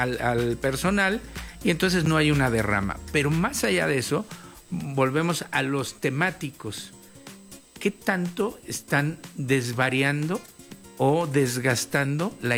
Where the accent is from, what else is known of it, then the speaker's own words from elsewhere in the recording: Mexico; como mexicano te sientes orgulloso